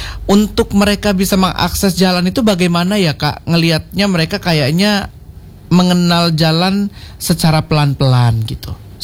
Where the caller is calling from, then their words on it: Bandar Lampung, Lampung, Indonesia; Saya dari Ibu … di Kedaung, Bandar Lampung.